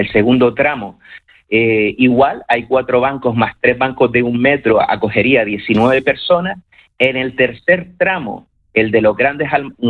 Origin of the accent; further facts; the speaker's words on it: Canary Islands, Spain; Nosotros somos canarios